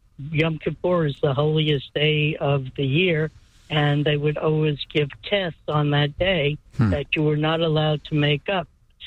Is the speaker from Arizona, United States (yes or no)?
no; Houston, Texas, United States; Well, I grew up in Houston in the 1950s, where not only did we have to say the Pledge of Allegiance, but we were also led in the Lord's Prayer.